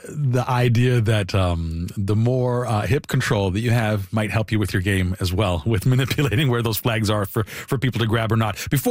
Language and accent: English; Winnipeg, Manitoba, Canada; I'm from Winnipeg. I lived there for years.